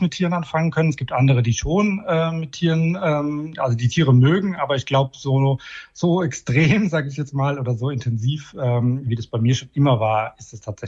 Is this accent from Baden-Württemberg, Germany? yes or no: no; Fürth, Hesse, Germany; ich habe nach wie vor nur einen norwegischen Pass, aber ich bin hier in Deutschland im Odenwald geboren und aufgewachsen, in einem kleinen Dorf, gar nicht so weit von dem Lebenshof heute entfernt. Mhm. Also in Fürth hieß es damals.